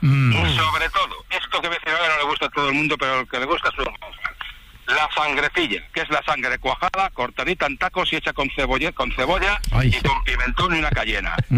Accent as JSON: {"language": "Spanish", "town": "Valladolid", "region": "Castile and León", "country": "Spain", "said": "Yo soy de Valladolid, Valladolid de capital, ¿vale? De generaciones."}